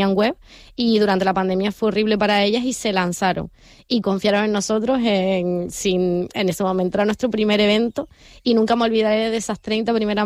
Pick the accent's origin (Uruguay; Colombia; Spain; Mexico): Spain; Santa Cruz de La Palma, Canary Islands; moved away as an adult; also born or lived in Tenerife; now in Gran Canaria, Spain; Sí, yo soy palmera, de Santa Cruz.